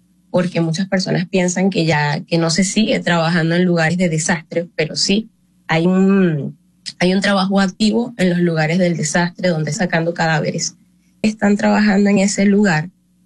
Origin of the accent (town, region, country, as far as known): Barquisimeto, Lara, Venezuela